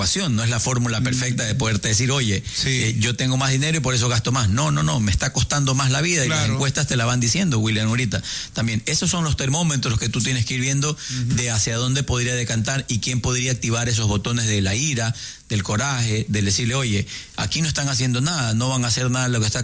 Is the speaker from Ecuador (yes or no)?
yes; Guayaquil, Guayas, Ecuador; bien puestos como guayaquileños que nos digan monos